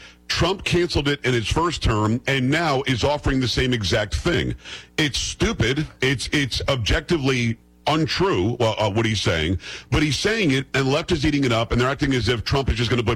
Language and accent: English; Florida, United States; I mean, I grew up in Palm Beach County.